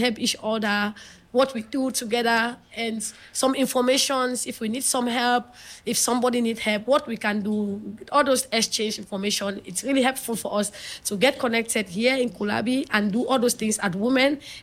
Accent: West, Cameroon; first language Bangante; English is a second language; And Bamana is the language of the mother of my father. And Bangante, I spoke Bangante. Bangante is my mother language.

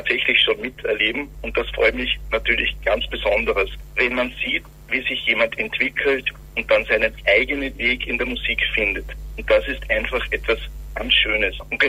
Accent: Austria; aber natürlich anfangs die Blockflöte ist bei uns in Österreich traditionell

